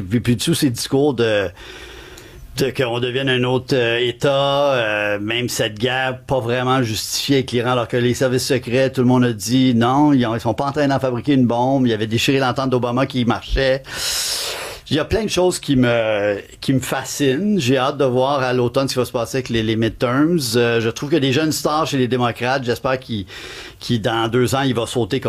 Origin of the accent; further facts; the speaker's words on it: Canada; est-ce que je suis Canadien, je reviens chez moi